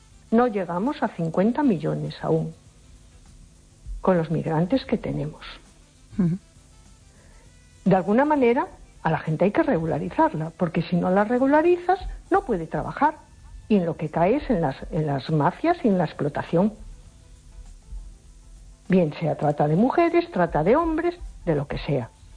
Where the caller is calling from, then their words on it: A Coruña, Galicia, Spain; de La Coruña.